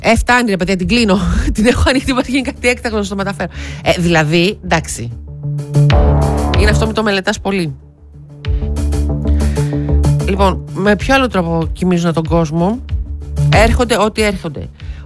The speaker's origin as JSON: {"language": "Greek", "town": "Thessaloniki", "region": "Central Macedonia", "country": "Greece"}